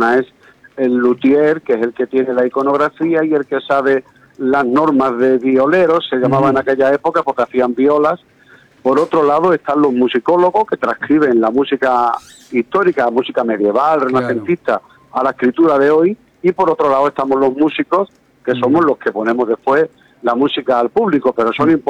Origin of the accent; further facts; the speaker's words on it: Andalusia, Spain; soy de Andalucía, de la parte sur de España